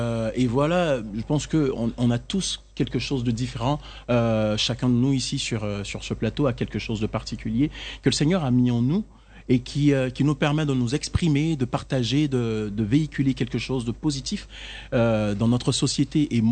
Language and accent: French; Man, Montagnes, Côte d’Ivoire; moved away as an adult; now in France; Je viens de Mans. Mon père et ma mère sont Yakuba. Et donc je suis Yakuba.